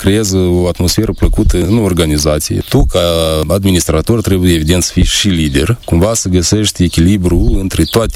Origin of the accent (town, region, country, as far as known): Moldova